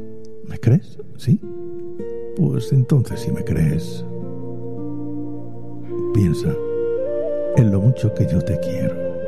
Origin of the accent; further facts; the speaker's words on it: Spain; Me siento español porque soy español y porque amo mi bandera, que por cierto, tan bonita es, tan bonita es.